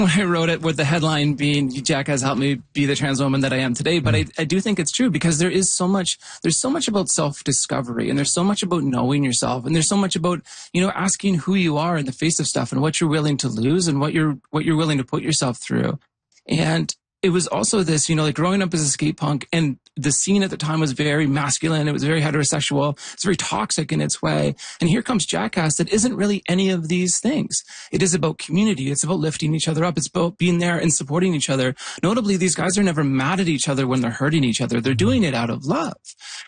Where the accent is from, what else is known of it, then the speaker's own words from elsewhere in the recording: Yukon, Canada; I grew up in the Yukon